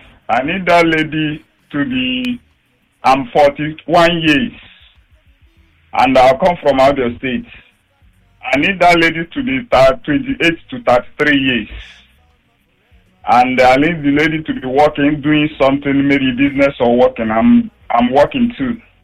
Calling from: Lagos, Nigeria; I'm calling from Lagos State, Iyanowuru, precisely.

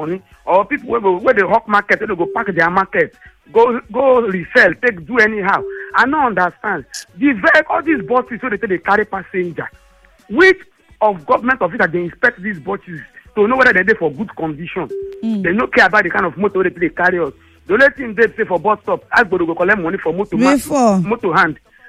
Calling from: Orile, Lagos, Nigeria; Good morning … from Orile.

